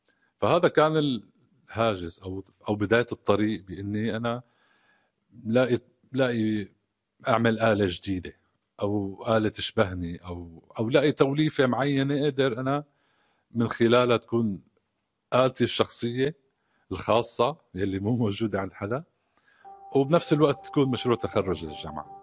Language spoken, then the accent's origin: Arabic; Syria; moved away as an adult; now in Malmö, Sweden; من سوريا، تقريبا من 10 سنين أنا عايش من سوريا